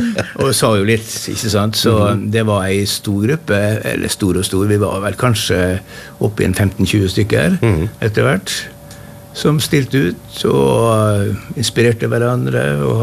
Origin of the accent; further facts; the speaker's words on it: Kristiansund, Møre og Romsdal, Norway; så hadde jeg en liten lansering i Kristiansund i min hjemby, for det hadde jeg lyst til.